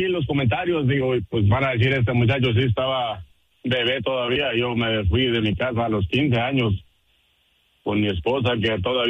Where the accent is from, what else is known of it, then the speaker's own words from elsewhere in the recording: Autlán de la Grana, Jalisco, Mexico; Somos de allá de Jalisco, de un pueblo que se llama Autlán de la Grana, Jalisco.